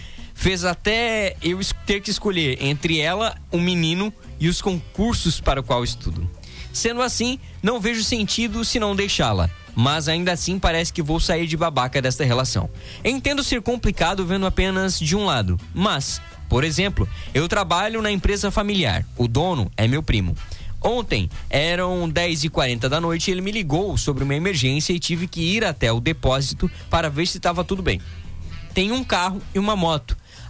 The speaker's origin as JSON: {"language": "Portuguese", "region": "São Paulo", "country": "Brazil", "said": "um mora em outro estado, em Goiás, 4 anos, e sou de São Paulo."}